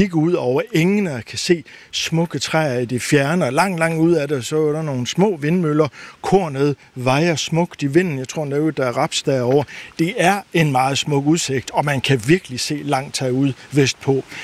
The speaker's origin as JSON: {"language": "Danish", "region": "Jutland", "country": "Denmark", "said": "vi er jo jyder begge."}